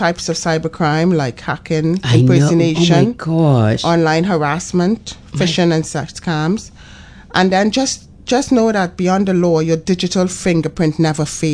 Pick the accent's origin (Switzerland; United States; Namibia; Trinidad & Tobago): Trinidad & Tobago; I'm Trinidadian.